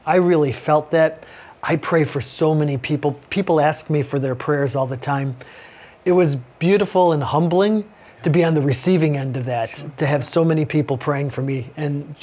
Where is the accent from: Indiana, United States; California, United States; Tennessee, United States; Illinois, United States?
Illinois, United States; Chicago